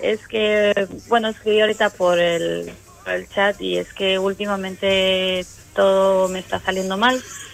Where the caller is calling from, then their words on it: Ecuador; De Ecuador.